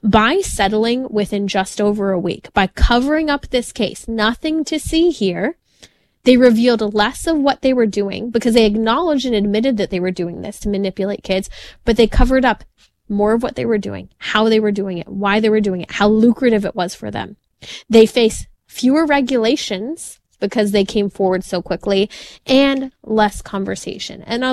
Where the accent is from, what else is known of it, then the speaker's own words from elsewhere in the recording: California, United States; And, we have my home state of California where it's been sitting on the desk of Governor Gavin Newsom